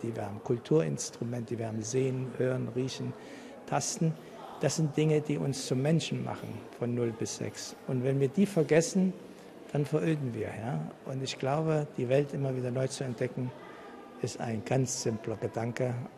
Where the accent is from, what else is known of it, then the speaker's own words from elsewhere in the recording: Iran; moved away; Ich komme aus Iran.